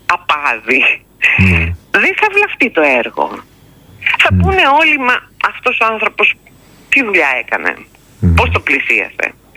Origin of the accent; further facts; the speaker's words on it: Samos, North Aegean, Greece; Εγώ γεννήθηκα και μεγάλωσα στη Σάμμο. Στη Μονεμβασιά πήγα για πρώτη φορά όταν ήμουν 20 χρονών.